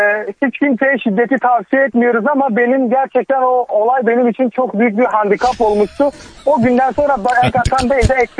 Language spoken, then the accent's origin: Turkish; Kars, Turkey; Bilmiyorum, ben aynı memleketteniz. Ben de Karslıyım.